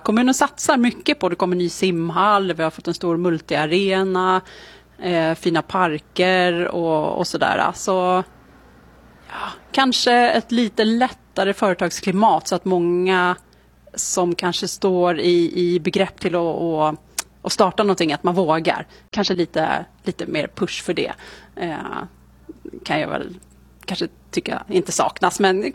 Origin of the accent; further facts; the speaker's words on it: Åkersberga, Stockholm County, Sweden; Och jag är från Åkersberga och jag har ju drivit det här nu i 24 år.